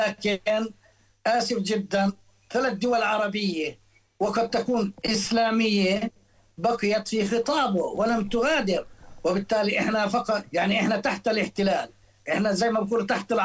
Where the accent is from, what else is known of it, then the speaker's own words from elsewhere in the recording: West Bank, Palestine; إحنا كفلسطينيين